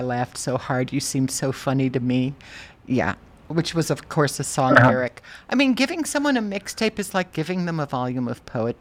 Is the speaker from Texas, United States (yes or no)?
no; Michigan, United States; I actually grew up with a strong sense of place, growing up in Michigan and knowing Saginaw